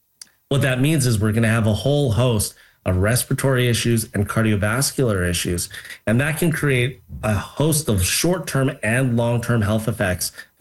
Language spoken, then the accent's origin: English; British Columbia, Canada; as British Columbians